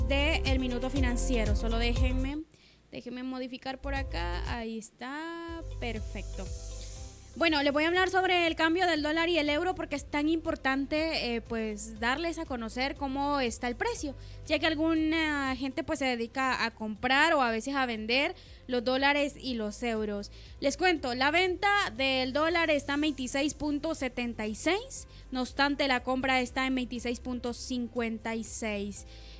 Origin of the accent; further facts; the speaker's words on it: Intibucá, Honduras; yo me siento orgullosa de mi tierra y de mi departamento de Intibucá